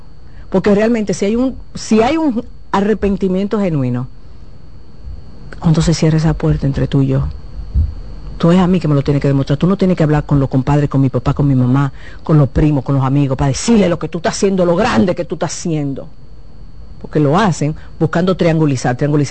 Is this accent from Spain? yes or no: no; Dominican Republic; soy muy dominicano